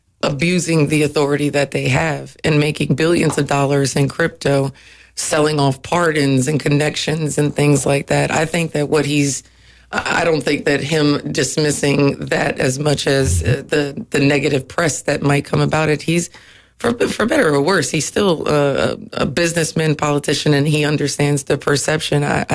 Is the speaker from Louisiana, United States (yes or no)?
yes; New Orleans, Louisiana, United States; I grew up in New Orleans